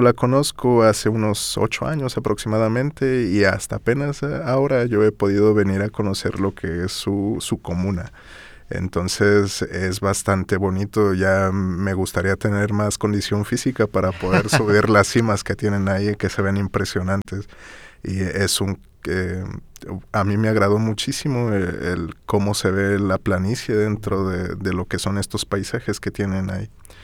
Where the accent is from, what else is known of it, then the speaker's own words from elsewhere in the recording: Veracruz, Mexico; now in Santiago, Chile; pero es más similar aquí a Chile que a Veracruz, el pueblo de donde yo vengo.